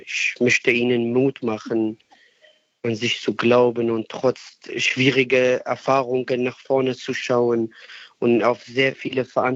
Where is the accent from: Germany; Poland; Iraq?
Iraq; Sinjar, Nineveh; Ich denke an die Menschen, die wir verloren haben, an meine Familie, in meine Heimat Shingal.